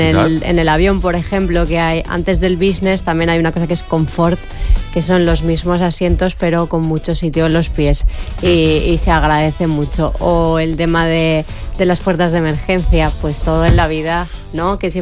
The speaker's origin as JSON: {"language": "Spanish", "town": "Valencia", "region": "Valencian Community", "country": "Spain", "said": "pero en mi generación solo habíamos de Valencia, no había ni de Madrid, ni de Barcelona, ni de andaluza, ni..."}